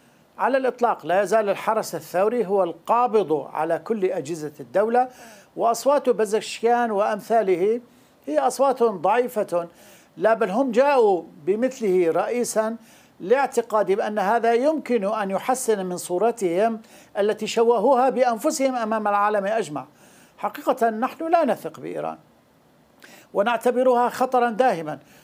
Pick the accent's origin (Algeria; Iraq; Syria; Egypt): Syria; نحن كسوريين وكعرب وكمسلمين